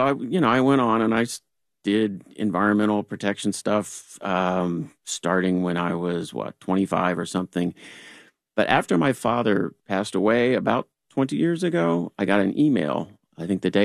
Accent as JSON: {"language": "English", "town": "Rockville", "region": "Maryland", "country": "United States", "tie": "born or raised there", "said": "So I grew up in Rockville, Maryland, a D.C. suburb."}